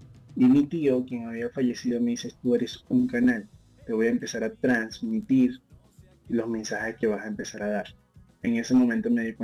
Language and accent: Spanish; Venezuela; yo soy un joven de 21 años, soy venezolano, ¿vale?